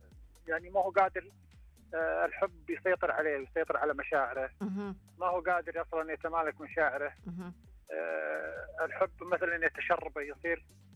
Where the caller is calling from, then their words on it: Riyadh, Riyadh Province, Saudi Arabia; انا والله من الرياض.